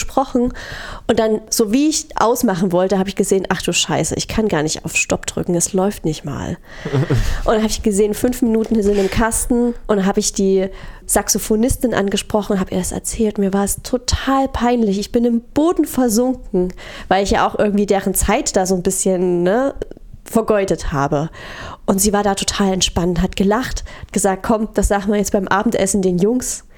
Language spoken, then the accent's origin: German; Krimmitschau, Saxony, Germany; Ja, genau. Ich bin aus Krimmitschau hergezogen.